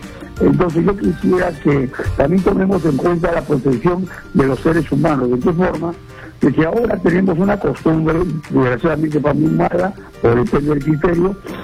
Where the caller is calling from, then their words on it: Lima, Peru; yo soy un hombre de pueblo, vivo en San Juan de Urigancho